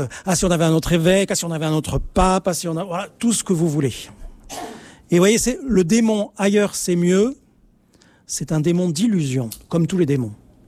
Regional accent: Marseille, Provence-Alpes-Côte d'Azur, France; Je suis de Marseille, alors c'est mes références, j'ai appris ça à l'école primaire.

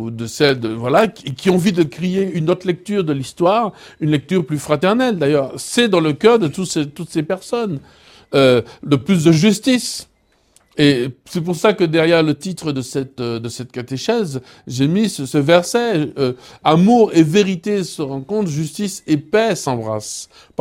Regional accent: French Antilles, France; comme on dit chez nous aux Antilles

